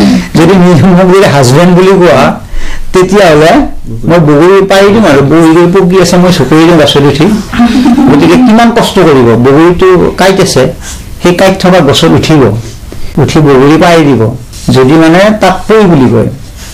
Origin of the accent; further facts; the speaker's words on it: Deoman, Assam, India; এতিয়া মই মোৰ ঘৰ য'ত সেই ঠাইখনৰ নাম হৈছে দেওমন, গতিকে এই দেওমনৰে কথা আছে অকণমান।